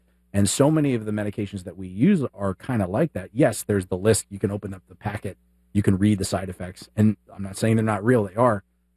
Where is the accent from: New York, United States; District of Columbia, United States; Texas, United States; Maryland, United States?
Texas, United States; Dallas; I remember when I was living in Dallas at the time. I was a kid. I grew up in Dallas.